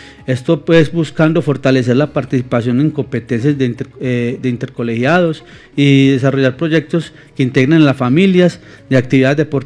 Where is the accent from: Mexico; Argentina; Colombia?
Colombia; Gómez Plata, Antioquia; yo vengo también de la zona norte, vengo del municipio de Gómez Plata.